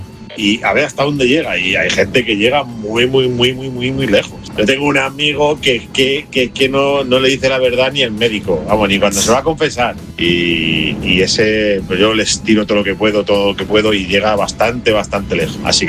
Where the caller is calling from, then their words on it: Villa del Prado, Community of Madrid, Spain; Aquí un ponedor … de Villa del Prado.